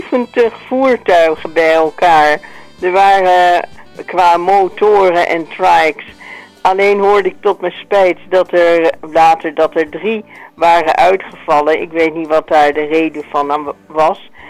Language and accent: Dutch; Gelderland, Netherlands; Ik kom een beetje uit de Achterhoek.